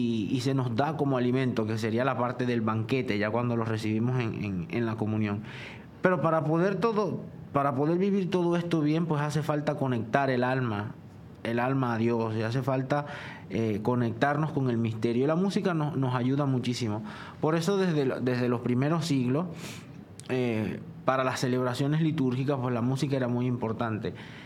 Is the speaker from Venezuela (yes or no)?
yes; Venezuela; Yo soy venezolano, yo no soy árabe, pero crecí en una comunidad, biritual.